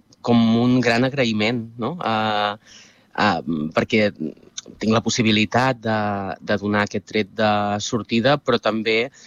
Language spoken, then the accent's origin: Catalan; Molins de Rei, Catalonia, Spain; el fet d'haver nascut i crescut a Molins per molts motius ha definit també qui sóc i què he acabat fent